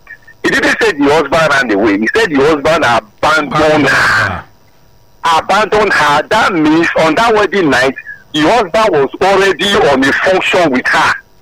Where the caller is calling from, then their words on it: Lagos, Nigeria; I'm calling from Ayobo.